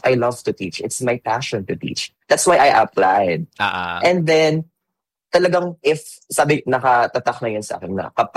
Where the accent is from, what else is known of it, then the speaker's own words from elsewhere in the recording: Tiwi, Bicol Region, Philippines; hindi talaga ako originally doon, taga Tabaco, taga Tiwialbay ako. Pero it's just one town. Parang magkalapit lang naman sila.